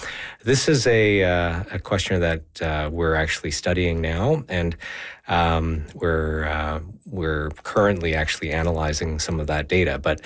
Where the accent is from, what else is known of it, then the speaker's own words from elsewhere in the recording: Saskatchewan, Canada; I grew up in Saskatchewan playing hockey